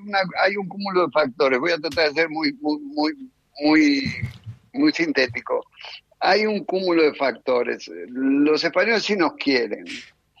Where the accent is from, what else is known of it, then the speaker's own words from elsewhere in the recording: Argentina; nuestra Liga Nacional Argentina